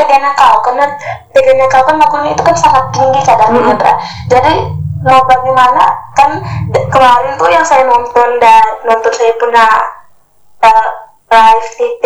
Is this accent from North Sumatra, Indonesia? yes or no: no; East Nusa Tenggara, Indonesia; Karena kalau saya menyanyikan … ini kan lagunya dari NTT nih, sedangkan saya dari NTT.